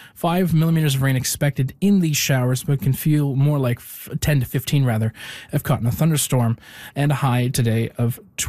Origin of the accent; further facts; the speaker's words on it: Waverley, Nova Scotia, Canada; and 13 in former gold mining town in my hometown of Waverly.